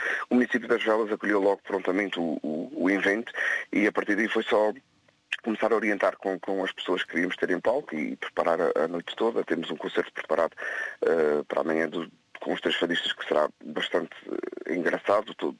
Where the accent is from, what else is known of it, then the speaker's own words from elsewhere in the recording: São Jorge Island, Azores, Portugal; now in Terceira Island, Portugal; Eu sou natural da Ilha de São Jorge, já resido aqui na Ilha Terceira há 20 anos, mas São Jorge é sempre a minha terra, sempre o meu berço